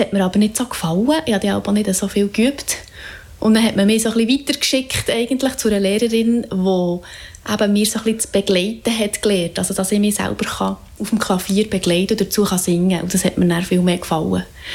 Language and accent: German; Zollikofen, Bern, Switzerland; accent: Bernese dialect; now in Bern, Switzerland; Ich bin ein Berner Mädchen, weil ich bin ganz in der Nähe von Bern aufgewachsen, nämlich zu Zollikofen. Darum bin ich dann gleich mal in Bern gelandet, als ich meine Ausbildung als Kindergärtnerin fertig gemacht habe. Bin ich nachher auf Bern gezogen und wohne jetzt schon sehr, sehr lange in Bern.